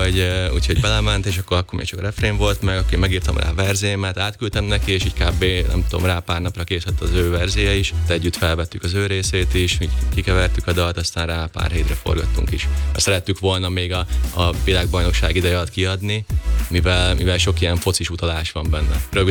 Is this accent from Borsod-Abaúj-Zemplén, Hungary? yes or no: no; Győr-Moson-Sopron, Hungary; egy helyről származunk, szóval ő is Sopron környéki